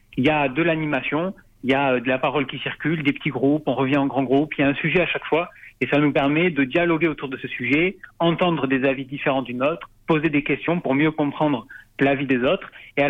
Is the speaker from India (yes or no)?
no; Occitanie, France; Et puis, tout simplement, c'est chez moi. C'est là où je su